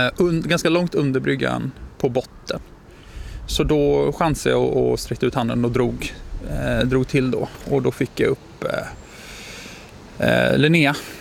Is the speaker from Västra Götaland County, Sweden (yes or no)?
yes; Bengtsfors, Västra Götaland County, Sweden; now in Mölndal, Sweden; Jag är ju från Bengtsfors från början.